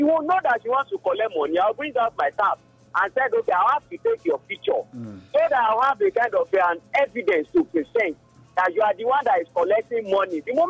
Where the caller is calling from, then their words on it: Edo, Nigeria; I'm calling from Onuku.